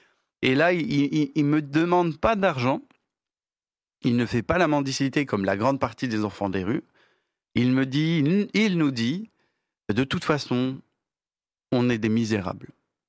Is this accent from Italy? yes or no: no; Madagascar; moved away as an adult; now in France